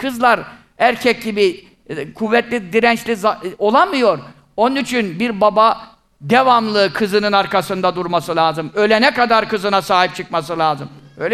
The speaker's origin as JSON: {"language": "Turkish", "region": "Black Sea Region", "country": "Turkey", "said": "Bizim millet, bizim Karadeniz milleti çok erkek çocuk düşkünü, çok tehlikeli bir hastalık."}